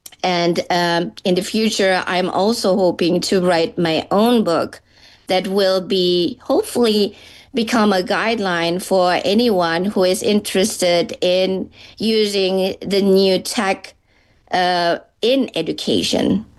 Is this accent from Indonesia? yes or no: yes; Indonesia; moved away as an adult; now in Athens, Ohio, United States; I'm from Indonesia. And I'm your friendly Indonesian sister.